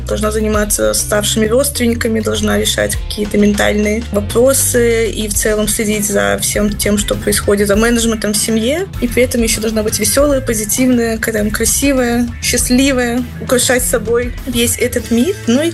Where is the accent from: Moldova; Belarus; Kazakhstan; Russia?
Belarus; moved away; как белорусы и белорусские, и в эмиграции